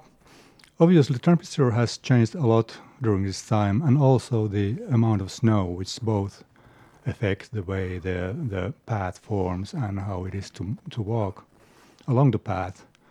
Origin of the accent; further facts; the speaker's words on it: Helsinki, Uusimaa, Finland; I come from Helsinki, and my background is through my parents, both in Oulu and in Karelia